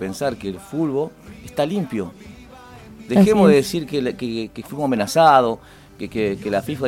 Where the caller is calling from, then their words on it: Argentina; nosotros como argentinos